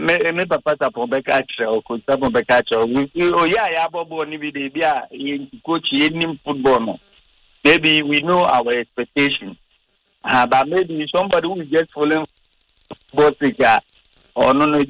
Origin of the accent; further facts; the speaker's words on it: Ghana; I'm a Ghanaian